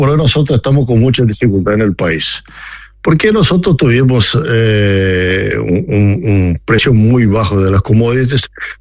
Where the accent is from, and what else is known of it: Brazil